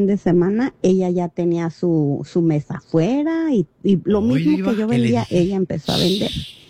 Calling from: Tijuana, Baja California, Mexico; yo en Tijuana, pues yo estaba desempleada.

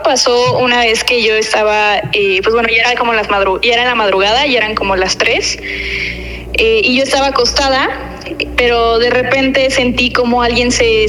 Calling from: Mexico City, Mexico; De la Ciudad de México.

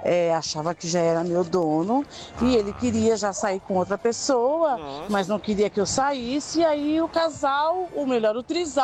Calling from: São Paulo, Brazil; Eu sou aqui de São Paulo, da Freguesia Dora

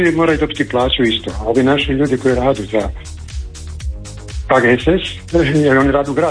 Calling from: Croatia

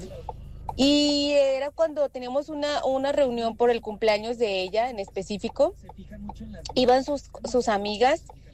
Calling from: Tijuana, Baja California, Mexico

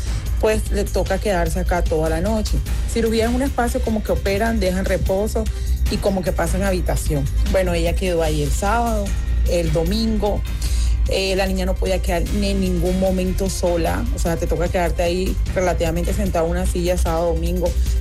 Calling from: Galapa, Atlántico, Colombia; yo vivo en Galapa.

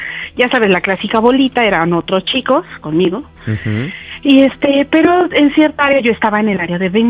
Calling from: State of Mexico, Mexico; soy del Estado de México

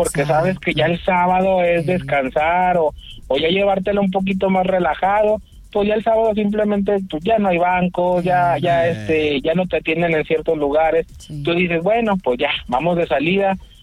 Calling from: Mexico; como mexicanos buenos que somos

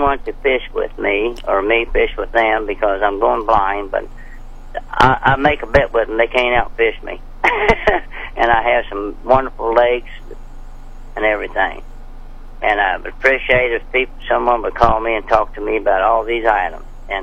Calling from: Franklin, Missouri, United States; Franklin, Missouri.

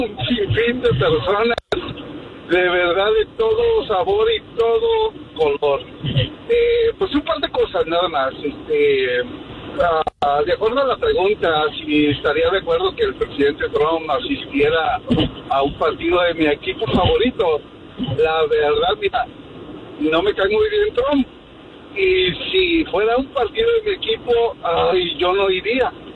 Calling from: Chicago, Illinois, United States; De la ciudad de los vientos, Chicago, Illinois.

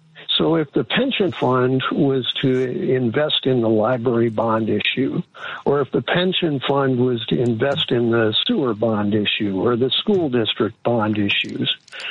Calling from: St. Louis, Missouri, United States; I'm from St. Louis, state of Missouri

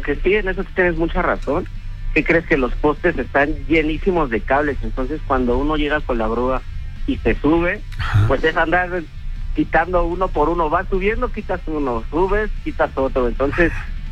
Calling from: State of Mexico, Mexico; Tengo 35 años y hablo del Estado de México.

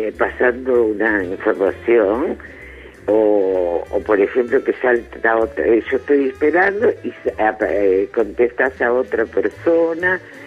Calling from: Greece; de Grecia.

